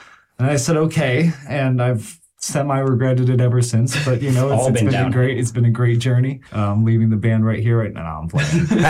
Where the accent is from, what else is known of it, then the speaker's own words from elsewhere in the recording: Columbus, Ohio, United States; I'm from Columbus, Ohio